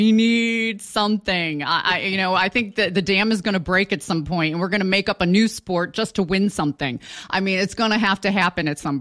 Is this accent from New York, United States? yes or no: yes; Buffalo, New York, United States; I was Buffalo, New York.